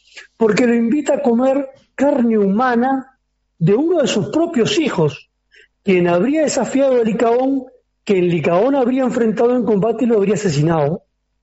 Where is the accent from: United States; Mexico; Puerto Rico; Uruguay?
Uruguay; Montevideo; Yo me crié en Piedras Blancas, ahí en Uruguay, en Montevideo.